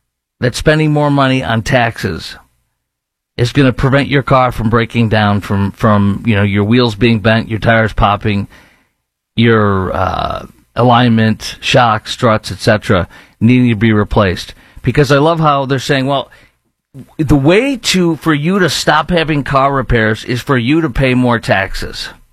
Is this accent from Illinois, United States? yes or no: yes; Chicago, Illinois, United States; now in Dallas-Fort Worth, United States; but I live in Dallas-Fort Worth, I am from Chicago, and I've seen a lot of bad frickin' roads